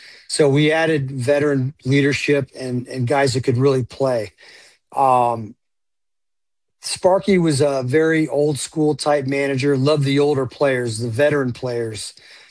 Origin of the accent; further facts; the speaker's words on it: Clearwater, Florida, United States; I grew up in Clearwater, so I got to see them play a lot.